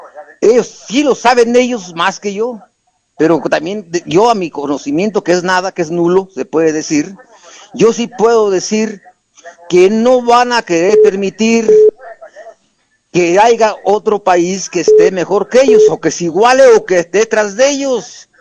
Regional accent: Mexico

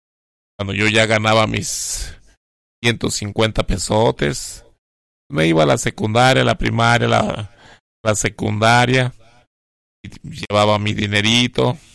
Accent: Huetamo, Michoacán, Mexico; born there; moved away; Y yo soy de Tierra Caliente. Yo nací en Huetamo, Michoacán, en el barrio de Dolores, en esta tierra caliente de Huetamo, Michoacán.

